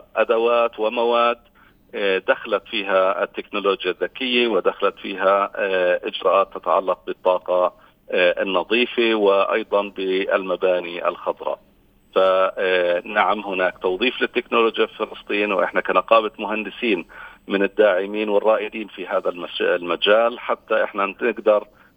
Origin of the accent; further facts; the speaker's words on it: Palestine; في بلدنا في فلسطين